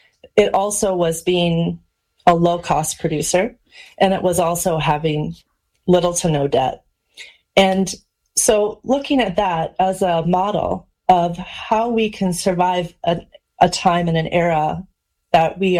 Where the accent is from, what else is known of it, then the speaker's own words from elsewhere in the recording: Charles City, Iowa, United States; moved away as an adult; So I grew up here in Charles City, Iowa. We're in Northeast Iowa.